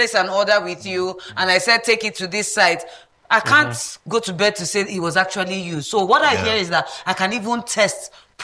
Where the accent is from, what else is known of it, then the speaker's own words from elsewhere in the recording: Nigeria; However, I'm a Nigerian.